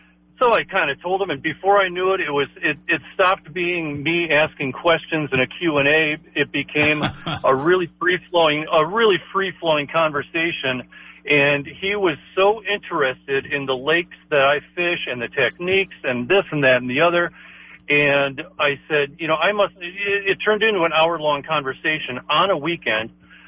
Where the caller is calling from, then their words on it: Knife River, Minnesota, United States; where are you from? You know, and I said, well, Knife River.